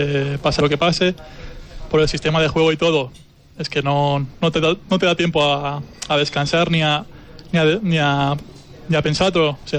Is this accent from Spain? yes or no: yes; a town in Barcelona province, Catalonia, Spain; moved away as an adult; now in Huesca, Spain; Yo soy de un pueblo de Barcelona.